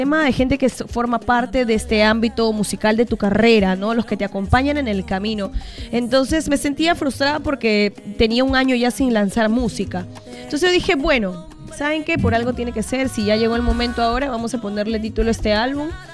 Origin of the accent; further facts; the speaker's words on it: Peru; Totalmente, somos producto peruano